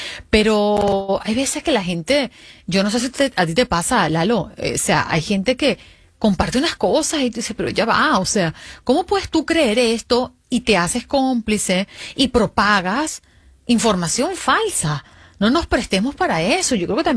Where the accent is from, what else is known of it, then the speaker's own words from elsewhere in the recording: Venezuela; yo soy venezolana